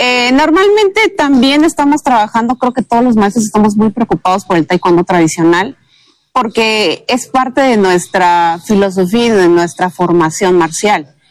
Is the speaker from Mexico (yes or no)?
yes; San Cristóbal de las Casas, Chiapas, Mexico; mi ciudad natal, que es San Cristóbal.